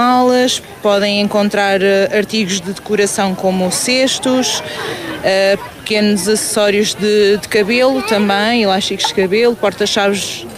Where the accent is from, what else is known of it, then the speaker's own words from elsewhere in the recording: Pombal, Centro, Portugal; Sim, pertenço à freguesia do Carriço, por isso sou do Carriço.